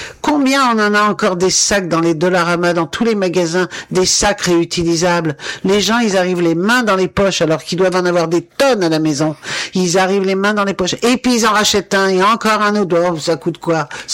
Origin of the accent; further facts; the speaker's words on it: France; Mais nous, pareil, chez nous en France, c'était la même chose.